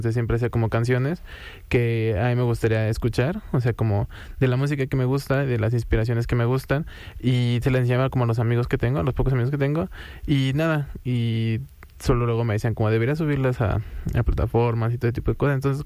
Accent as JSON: {"language": "Spanish", "region": "Mexico City", "country": "Mexico", "said": "Yo soy del oriente de la ciudad, casi el estado."}